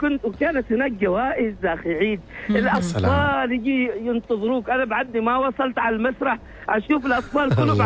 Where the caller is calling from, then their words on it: Bidbid, Ad Dakhiliyah, Oman; نحن في ولاية بدبد سواء في نفعة أو في فنجة